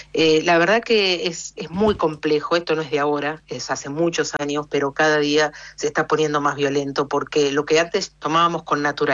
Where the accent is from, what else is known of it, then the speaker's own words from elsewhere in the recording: Bernal, Buenos Aires Province, Argentina; Cerquita, fui a la escuela en Avellaneda, pero soy de Bernal, de partido de Quilmes, así que también tengo mi corazón.